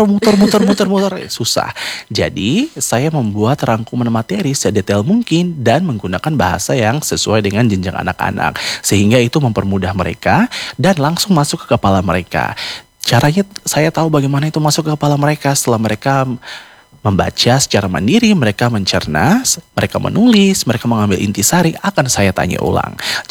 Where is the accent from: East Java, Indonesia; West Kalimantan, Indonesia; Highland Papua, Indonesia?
Highland Papua, Indonesia; Baliem Valley; kebetulan kami Walilo dari Lembah Balim, Papua Pegunungan.